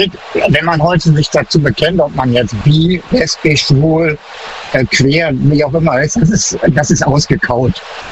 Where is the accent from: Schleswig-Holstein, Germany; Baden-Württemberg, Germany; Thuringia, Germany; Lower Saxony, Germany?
Baden-Württemberg, Germany; Baden-Württemberg.